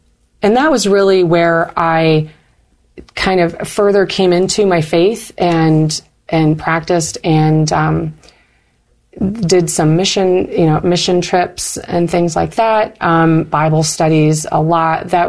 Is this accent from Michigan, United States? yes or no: yes; Marquette, Michigan, United States; Northern Michigan University is also in my hometown.